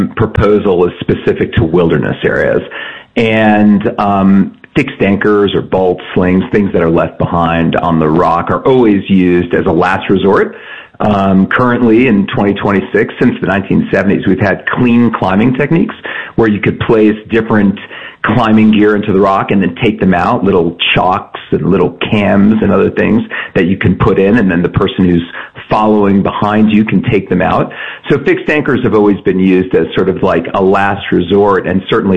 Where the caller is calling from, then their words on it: Estes Park, Colorado, United States; out in Rocky Mountain National Park, where I'm calling in from Estes Park